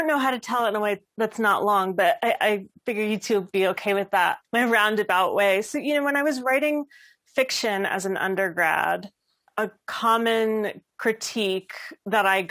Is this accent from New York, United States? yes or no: no; New Jersey, United States; moved away as an adult; also born or lived in Maryland; now in Seattle, United States; I think I had never lived outside the Mid-Atlantic. Born and raised in New Jersey, was living in Maryland.